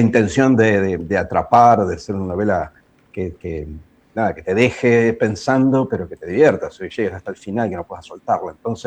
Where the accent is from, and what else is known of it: Buenos Aires, Argentina; born or raised there